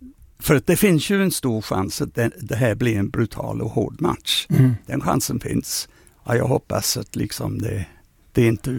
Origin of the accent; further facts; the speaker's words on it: England, United Kingdom; Alltså den matchen som engelsman minns man